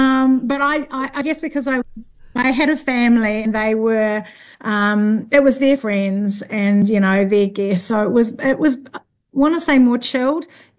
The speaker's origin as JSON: {"language": "English", "area": "Bay of Islands", "region": "Northland", "country": "New Zealand", "tie": "born or raised there", "also_born_or_lived": "London", "moved": "as an adult", "said": "growing up in the Bay of Islands, we grew everything. We fished every day."}